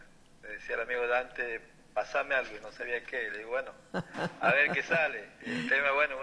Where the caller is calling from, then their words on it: Bandera, Santiago del Estero, Argentina; Día primaveral en este momento aquí en Bandera.